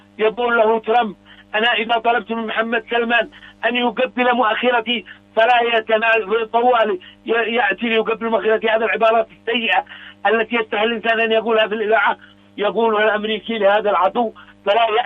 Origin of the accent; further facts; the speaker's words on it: Yemen; ونحن كشعب يمني